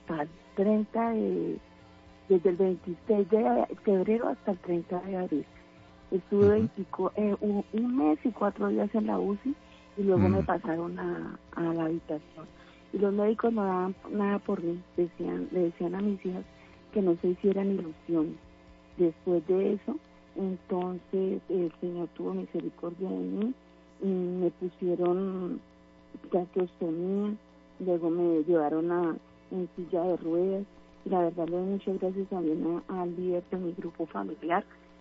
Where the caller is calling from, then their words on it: Bogotá, Colombia; En Bogotá.